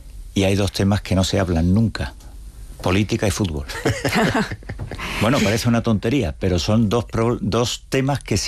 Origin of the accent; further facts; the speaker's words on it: Seville, Andalusia, Spain; accent: Sevillian; also born or lived in Cantabria; yo, mi acento me denuncia y soy y he vivido toda mi vida en Sevilla, pero nací en Cantabria